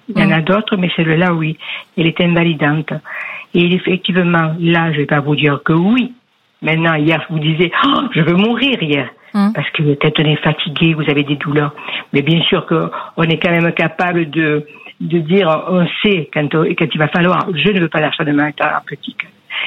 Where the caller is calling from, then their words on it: Saint-Saturnin-lès-Avignon, Provence-Alpes-Côte d'Azur, France; De Vaucluse, c'est Saturnin.